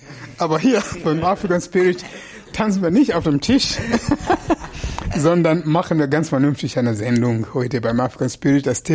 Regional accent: Erfurt, Thuringia, Germany; Ja, als Erfurter muss ich ein bisschen schlecht.

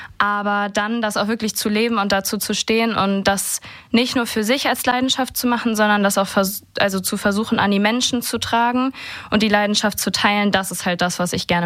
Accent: Flintbek, Schleswig-Holstein, Germany; born there; now in Kiel, Germany; Also gebürtig, also ursprünglich aus Flintbek. Und mittlerweile lebe ich in Kiel.

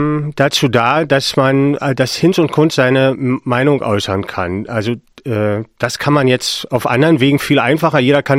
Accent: Hoyerswerda, Saxony, Germany; born there; ich bin in Hoyerswerda geboren, habe 2 Söhne und arbeite manchmal hier im Radio als Moderator.

